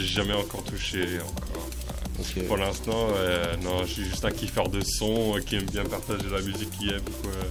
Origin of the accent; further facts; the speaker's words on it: New Zealand; moved away; moi de base, je viens de Nouvelle-Zélande